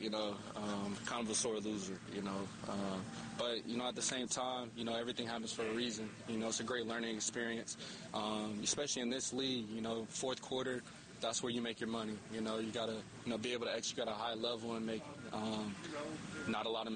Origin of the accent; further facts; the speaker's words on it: Dallas, Texas, United States; Yeah, I mean, I grew up in Dallas, Texas. I went to Allen.